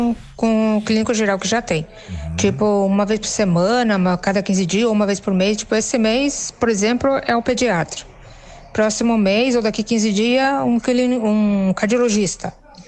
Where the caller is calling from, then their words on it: Joaçaba, Santa Catarina, Brazil; falo aqui de Joaçaba, do Jardim Alvorada.